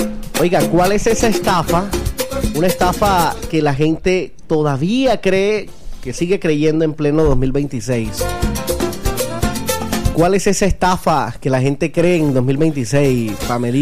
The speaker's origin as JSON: {"language": "Spanish", "country": "Colombia"}